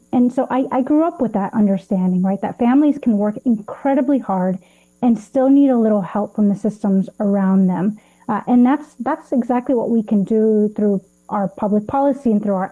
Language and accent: English; Los Angeles, California, United States; So I grew up in Los Angeles. My family actually used to drive to Tijuana, to Mexico, cross the border in order to get medical help, to get healthcare.